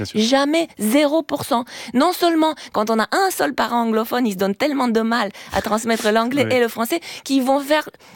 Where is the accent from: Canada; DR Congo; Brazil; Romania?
Romania; French is a second language; now in France; ça fait super longtemps que je parle aussi le français, ça fait 30 ans que je suis en France, et donc mon accent n'est pas roumain.